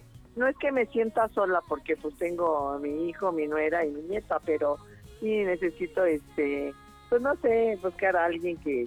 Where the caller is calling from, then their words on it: Tecámac, State of Mexico, Mexico; Desde el estado de Tecama.